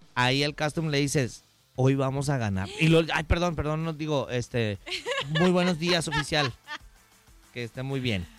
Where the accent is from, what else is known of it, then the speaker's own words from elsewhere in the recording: Mexico; now in United States; Entonces, a nosotros como mexicanos sí nos queda apoyar a nuestro México y luego decir, bueno, Team USA, porque es el país que nos ha dado la oportunidad de salir adelante, ¿no?